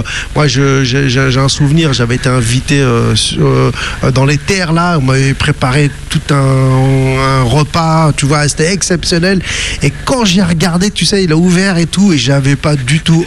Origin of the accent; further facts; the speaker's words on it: Réunion, France; Mais la moi, c'est pour ça que je suis réunionnais, parce que j'aime la mouquette, moi.